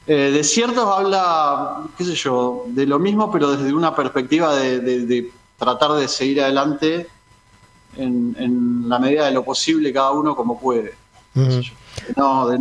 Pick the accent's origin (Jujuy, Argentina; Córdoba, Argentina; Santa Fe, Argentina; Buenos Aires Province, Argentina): Buenos Aires Province, Argentina; La Plata; soy de La Plata